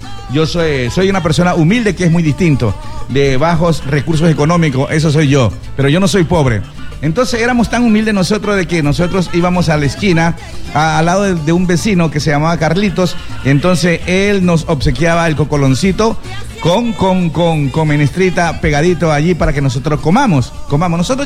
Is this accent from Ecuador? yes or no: yes; Guayaquil, Guayas, Ecuador; yo soy guayaquileño, pues yo cuando me crié en mi escuelita, ahí no usaban el chifle. Yo me crié con el encebollado de balde.